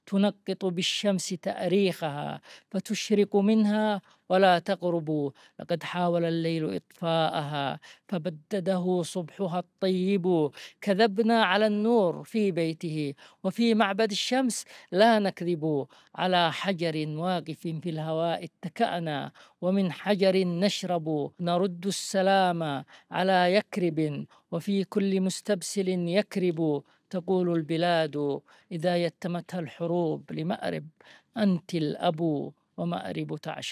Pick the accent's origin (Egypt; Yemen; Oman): Yemen; born there; أسكن في قريتي التي ولدت فيها أعلى جبل يطل على تهامة وعلى البحر